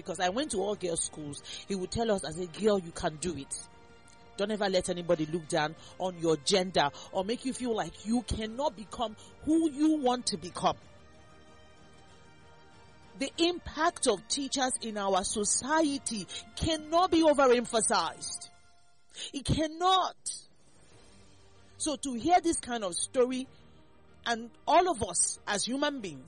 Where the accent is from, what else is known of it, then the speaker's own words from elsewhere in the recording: Nigeria; as a Nigerian